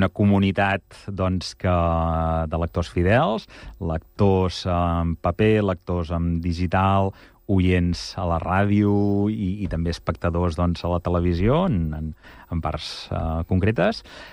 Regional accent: Igualada, Catalonia, Spain; jo sóc d'Igualada

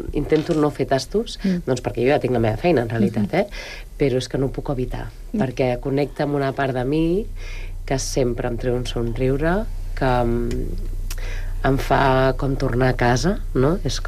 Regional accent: Catalonia, Spain; a mi els vins del Bages sempre em tornen a casa, no? Estigui on estigui

